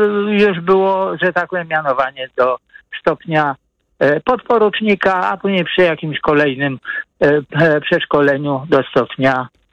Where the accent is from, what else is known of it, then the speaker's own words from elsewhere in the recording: Warsaw, Masovian Voivodeship, Poland; ponieważ jestem z Warszawy.